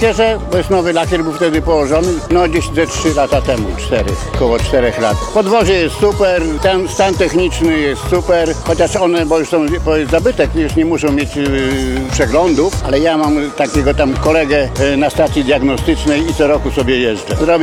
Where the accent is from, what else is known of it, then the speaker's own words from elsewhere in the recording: Nidzica, Warmian-Masurian Voivodeship, Poland; jestem z Nidzicy.